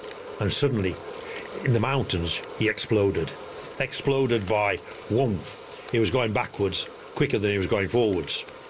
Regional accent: Yorkshire and the Humber, United Kingdom; Born and bred in Yorkshire, tough as nails, I didn't give a damn.

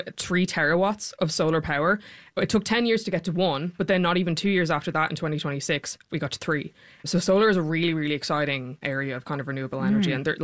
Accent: Ireland; One thing with solar, I'm from Ireland. And one thing that people often say at home is like, we can't use solar. It rains all the time.

